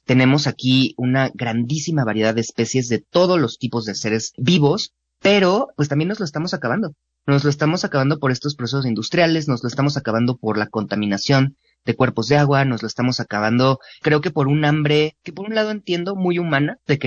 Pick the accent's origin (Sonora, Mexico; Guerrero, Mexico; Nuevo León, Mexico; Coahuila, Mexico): Coahuila, Mexico; Torreón; Yo crecí en Torreón, digo, en la ciudad, no tenía nada que ver con el campo de Coahuila